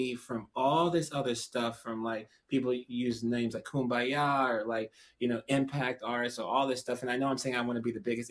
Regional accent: Kansas City, Missouri, United States; I grew up in Kansas City.

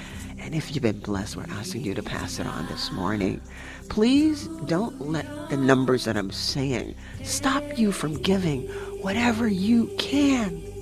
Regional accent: New York, United States; moved away as an adult; I came in 1980 from New York.

